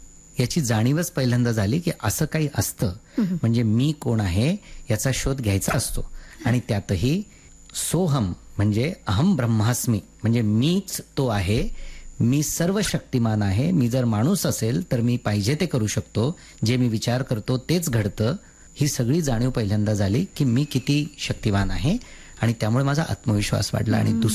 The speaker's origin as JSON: {"language": "Marathi", "town": "Erandol", "region": "Maharashtra", "country": "India", "tie": "born or raised there", "said": "माझं मूळ गाव एरंडोल जळगाव जिल्ह्यातलं आणि मध्यमवर्गीय कुटुंब. तिथे माझं पूर्ण महाविद्यालयीन शिक्षण झालं"}